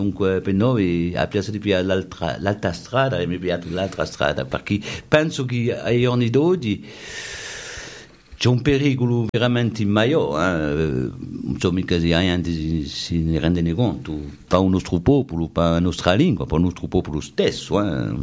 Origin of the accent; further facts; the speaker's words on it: Corsica, France; Noi vediamo ogni anno nel mio paese, quando ero cittadino parlavamo tutti i corsi, oggi non c'è più un cittadino che parla corso